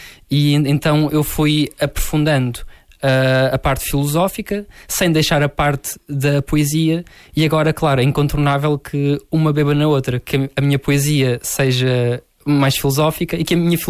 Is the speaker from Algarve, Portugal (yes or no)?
yes; Tunes, Algarve, Portugal; o título dos dois projetos são uma homenagem à minha aldeia